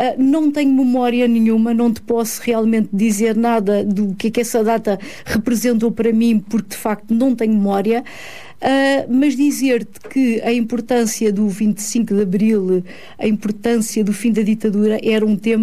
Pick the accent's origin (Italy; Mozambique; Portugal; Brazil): Portugal; Pinteus, Lisbon; also born or lived in Guinea-Bissau; eu vim de Guiné-Bissau efetivamente muito pequena, eu vim com um mês de idade, e depois fui criada, toda a minha infância foi passada, portanto, numa pequena aldeia, Pinteus, que pertence ao concelho de Loures